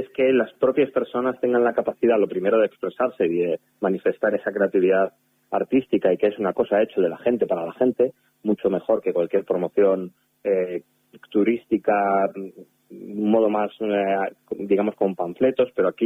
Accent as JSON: {"language": "Spanish", "town": "Santander", "region": "Cantabria", "country": "Spain", "lives_now": "Madrid, Spain", "said": "Yo soy cántabro, soy de Santander, y entonces también me quedo a veces alucinando de los rincones que hay en Cantabria, ¿no?"}